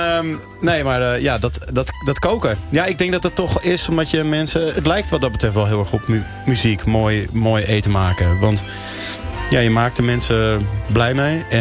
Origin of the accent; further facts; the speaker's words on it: Amsterdam, North Holland, Netherlands; Want als Amsterdammer is dat echt een genante vertoning.